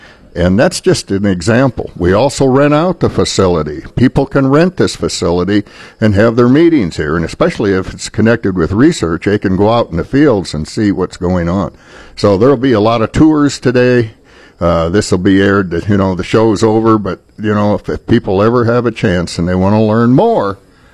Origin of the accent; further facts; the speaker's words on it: Iowa, United States; I'm from Fayette County